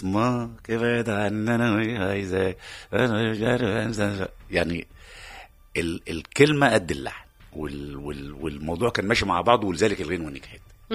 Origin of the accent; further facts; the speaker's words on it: Egypt; عندنا في مصر